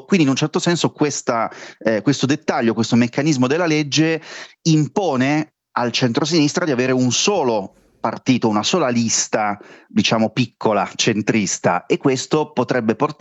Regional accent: Turin, Piedmont, Italy; sono torinese e continuo a esserlo.

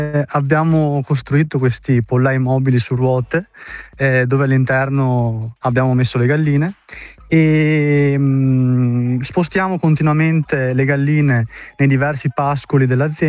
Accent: Badia Calavena, Veneto, Italy; Io sono di Badia Calavena

